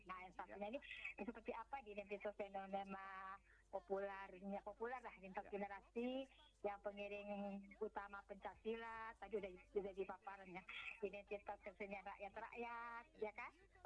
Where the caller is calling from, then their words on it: Bandung, West Java, Indonesia; Selamat siang, saya dari Bandung.